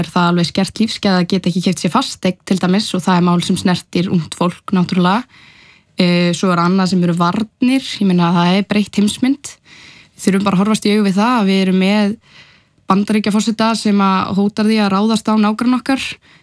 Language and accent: Icelandic; Reykjavík, Capital Region, Iceland; Ég 21 árs frá Reykjavík, ég líka háskólanemi